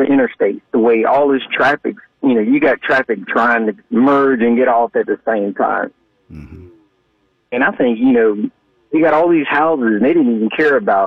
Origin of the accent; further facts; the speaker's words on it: Charlotte, North Carolina, United States; And you know, I grew up here in Charlotte, and we had Independence, South Tron, and 74.